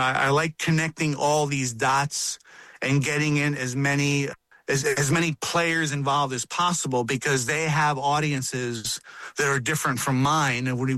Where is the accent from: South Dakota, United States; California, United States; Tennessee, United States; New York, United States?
New York, United States; Brooklyn; born there; my family, my mother in particular, is from Puerto Rico. And although I was born in Brooklyn